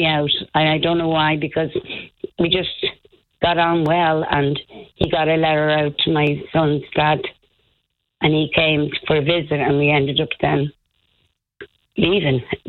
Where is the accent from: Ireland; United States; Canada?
Ireland; Dublin, Leinster; also born or lived in London; they called me the city girl because I came in from London, but I was also from Dublin.